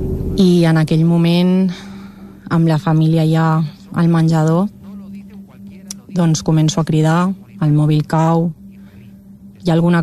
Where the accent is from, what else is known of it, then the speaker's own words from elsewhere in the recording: Catalonia, Spain; Jo en aquell moment vaig pensar, no tinc ningú a Barcelona, perquè tots som del Vallès